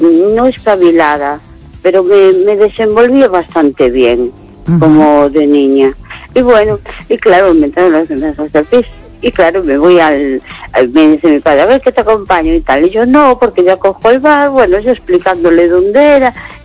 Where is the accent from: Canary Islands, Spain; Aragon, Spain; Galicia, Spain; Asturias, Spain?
Galicia, Spain; A Coruña; yo soy de La Coruña, es decir, me considero coruñesa y me gusta el Deportivo de La Coruña